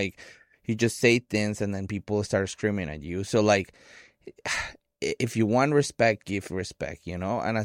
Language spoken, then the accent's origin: English; Colombia; I come from Colombia, and in Colombia we have this issue way more often than here.